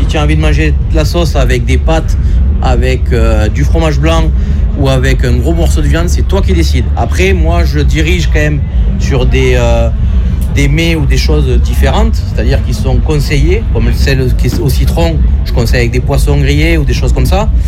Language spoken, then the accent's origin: French; Mudaison, Occitanie, France; Moi je suis à côté, je suis de Mudaison